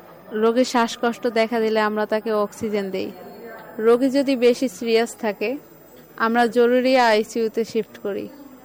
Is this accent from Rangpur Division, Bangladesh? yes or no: no; Kushtia, Khulna Division, Bangladesh; now in Barisal, Bangladesh; Kushtia Osmanpur.